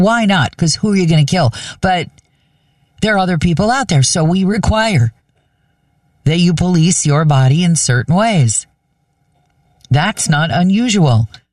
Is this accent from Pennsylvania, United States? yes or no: no; Kansas, United States; Growing up in Kansas, as I did, one of the most magical shows. We had a black and white TV. It got one channel.